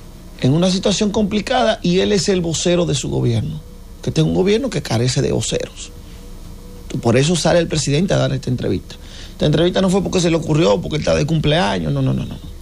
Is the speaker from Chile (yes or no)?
no; Dominican Republic